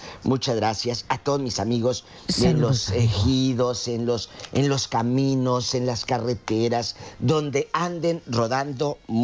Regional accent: Guanajuato, Mexico; soy de acá, de Salamanca, de donde sea, de Irapuato.

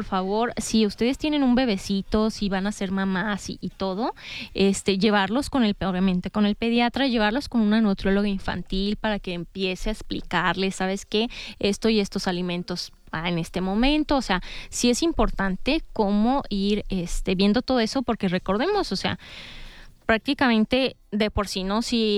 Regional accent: Mexico; Somos bien paneros, o sea, como buenos mexicanos, ¿verdad?

